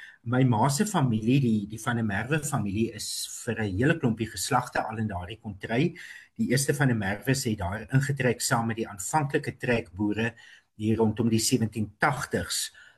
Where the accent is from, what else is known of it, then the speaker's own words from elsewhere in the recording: Fraserburg, Northern Cape, South Africa; My grootwordjare was in die streek van die Groot Karoo wat ons die Nuwe Veld noem. Nou vir die luisteraars wat nie daarmee bekend is nie, die dorp, my tuisdorp is Vryheidsberg. En dis 'n dorp wat lê op die kruin van die Nuwe Veldberge.